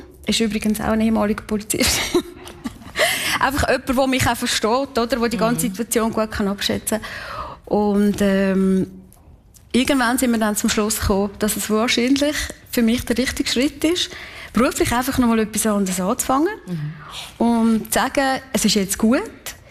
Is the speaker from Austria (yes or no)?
no; Kaltbrunn, St. Gallen, Switzerland; weil ich bin in Kalbrunn aufgewachsen. Ich bin ein Kalbrunner, durch und durch.